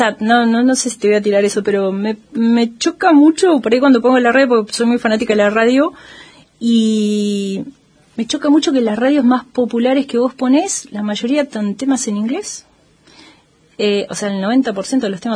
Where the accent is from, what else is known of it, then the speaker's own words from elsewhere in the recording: Corcovado, Chubut, Argentina; moved away; como me pasaba cuando yo era chica. ¿De qué lugar? O sea, yo te hablo de Corcovado